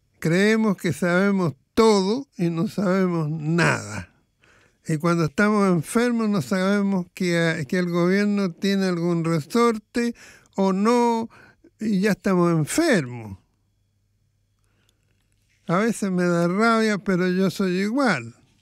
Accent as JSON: {"language": "Spanish", "country": "Cuba", "said": "Soy cubano. Vivo en Cuba. Tengo apagones diarios y carencia de todo tipo."}